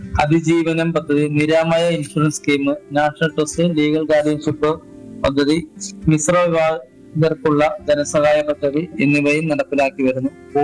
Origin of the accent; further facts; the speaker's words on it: Thiruvananthapuram district, Kerala, India; എന്റെ സ്വദേശം തിരുവനന്തപുരം ജില്ലയാണ്, അല്ലമ്പലത്താണ്.